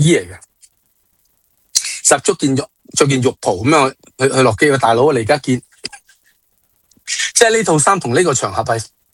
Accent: Hong Kong, China; 作为我系香港人，我仲喺香港嘅 KOL，

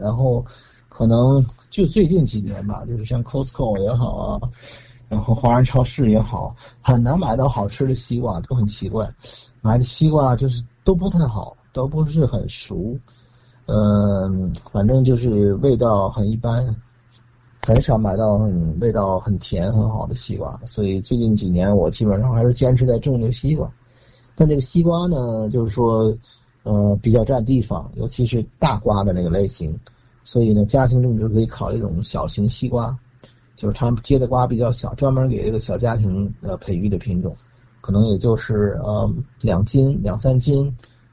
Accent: Tianjin, China; now in United States; 作为一个天津人呢，就是说我们有句俗语叫做，就是个萝卜就肉茶，气的大夫满街爬

